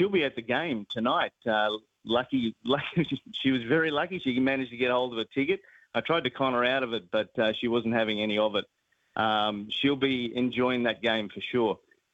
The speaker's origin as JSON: {"language": "English", "country": "Australia", "said": "I get very homesick. I get that little feeling of truly being an Aussie and being surrounded by Australians around the place."}